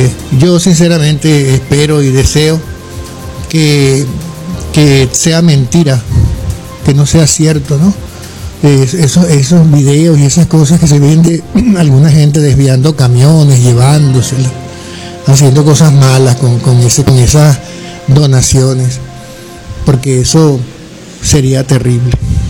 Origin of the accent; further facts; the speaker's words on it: Venezuela; como venezolanos que somos, como ciudadanos que somos de a pie.